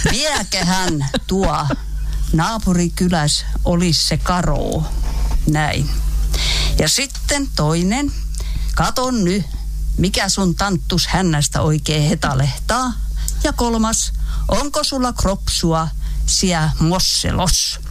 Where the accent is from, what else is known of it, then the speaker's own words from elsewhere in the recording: Haapajärvi, North Ostrobothnia, Finland; accent: Haapajärvi dialect, Ostrobothnian; moved away; Mä menen sinne, mistä mä oon kotoisin, niin mä rupean puhumaan sitä leveetä Haapajärven murretta.